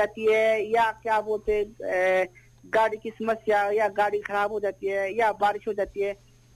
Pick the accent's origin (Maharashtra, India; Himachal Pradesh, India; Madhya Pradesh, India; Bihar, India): Himachal Pradesh, India